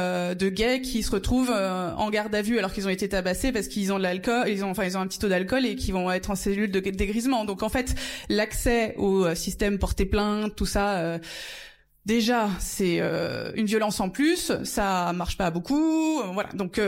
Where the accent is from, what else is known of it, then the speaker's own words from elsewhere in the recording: Paris, Île-de-France, France; moved away; Moi, je viens de Paris